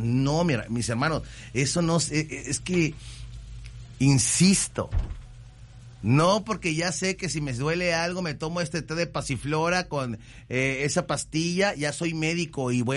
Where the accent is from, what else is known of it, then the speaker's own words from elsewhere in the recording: Veracruz, Mexico; Ahora sí, es jarocho así, más escandaloso, primo. Somos costeños, padre.